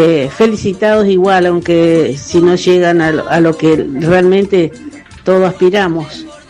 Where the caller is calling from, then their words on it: Argentina; Soy de acá del Fonavi Centenario